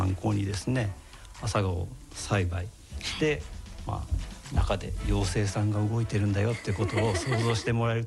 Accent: Okazaki, Aichi, Japan; 岡崎市出身なんですけど、

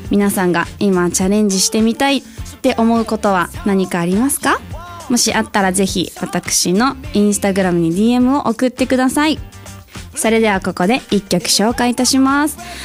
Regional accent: Nagano, Japan; 地元の長野だったんですけど、

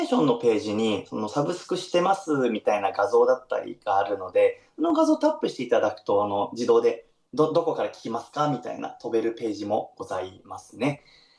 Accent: Niigata, Japan; でも県民としてはやっぱり新潟で育ったものが好きだから、

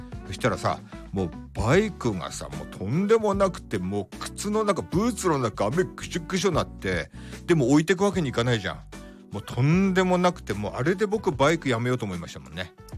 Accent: Iwate, Japan; moved away; で僕岩手出身なんで、

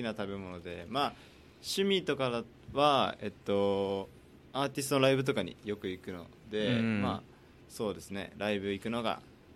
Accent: Shimane, Japan; moved away as an adult; now in Okinawa, Japan; 自分は出身が島根県出身で、はい、大学進学で沖縄に来たっていう感じで、

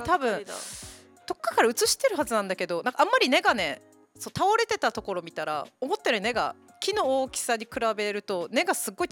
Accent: Okinawa City, Okinawa, Japan; 私は沖縄市の人間なんで、このミュージックタウンの前のガジュマルは本当にもう沖縄市のシンボルみたいな。

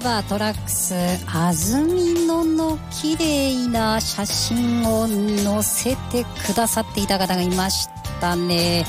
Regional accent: Kanto, Japan; born there; 関東から出て生活をしたことがありませんでしたので、

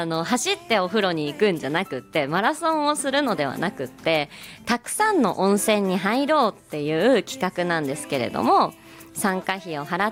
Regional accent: Beppu, Oita, Japan; moved away as an adult; now in Hokkaido, Japan; 私ももちろん今までは別府市民として参加していたけれども、今年からは県外の北海道から参加するものとして行ってきたんですが、

